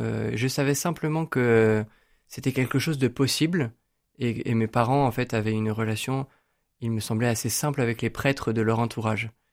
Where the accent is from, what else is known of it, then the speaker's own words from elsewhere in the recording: Rennes, Brittany, France; j'ai 29 ans et j'ai grandi à Rennes. J'ai passé tout mon collège lycée à Rennes